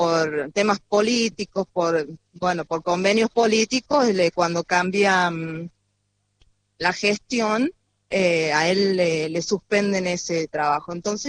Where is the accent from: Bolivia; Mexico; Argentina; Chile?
Argentina; Mendoza; now in San Luis, Argentina; Yo soy de Mendoza, hace 24 años que estoy acá en San Luis.